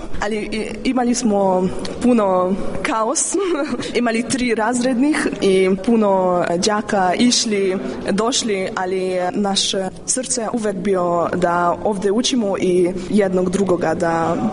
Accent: Szeged, Csongrád-Csanád, Hungary; born there; Serbian is a second language; now in Budapest, Hungary; Jako volim srpsku kulturu, ja sam rođena u Segedinu. Blizu je, naravno, Srbija i mi tamo proveli puno leta, raspusta i imamo tamo drugari.

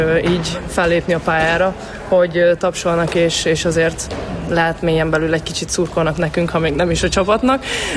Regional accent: Hungary; valószínűleg annak szólt, hogy magyarok vagyunk, Magyarországon játszunk

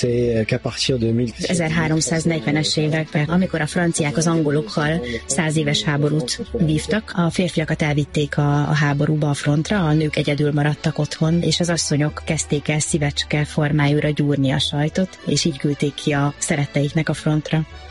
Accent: Felvidék, Slovakia; now in Hungary; Én felvidéki vagyok

